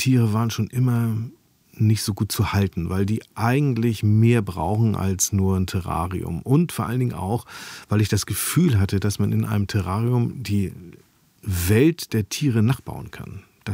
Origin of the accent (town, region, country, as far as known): Hamburg, Germany; born or raised there